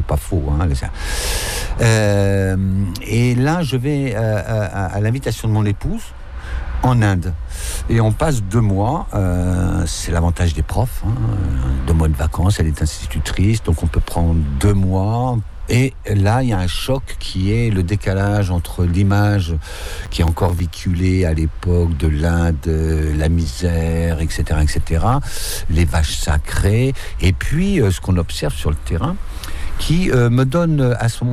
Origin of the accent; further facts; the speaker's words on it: Tours, Centre-Val de Loire, France; born there; also born or lived in Ille-et-Vilaine; Donc, je vais voyager depuis que je suis né. Donc, je suis né à Tours. Quelques mois après, je suis baptisé à Nîmes. Ensuite, on remonte en Ille-et-Vilaine.